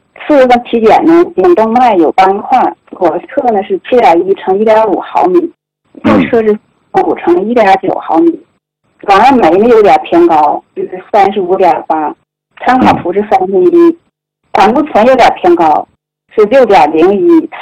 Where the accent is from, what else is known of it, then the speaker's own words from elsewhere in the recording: Tieli, Heilongjiang, China; born there; 我出生在铁犁郎乡。